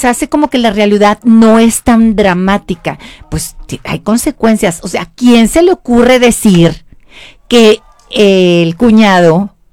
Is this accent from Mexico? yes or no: yes; Mexico; Mi abuela italiana y yo qué soy, más mexicana.